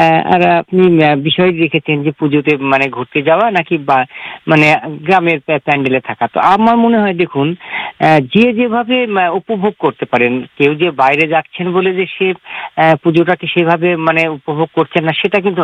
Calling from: West Bengal, India; আমি নদিয়া থেকে

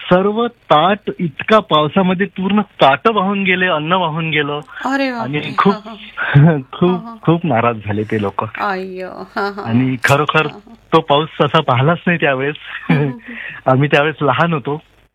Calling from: Pandharkawada, Maharashtra, India; पांढरकवडा जिल्हा यवतमाळ. आदिवासी भाग आहे

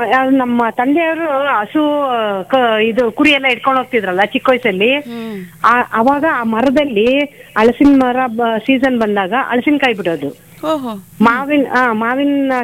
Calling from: Bengaluru, Karnataka, India

